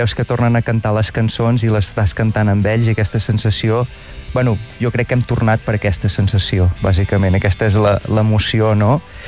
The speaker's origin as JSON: {"language": "Catalan", "region": "Catalonia", "country": "Spain", "said": "com que som de la Garrotxa"}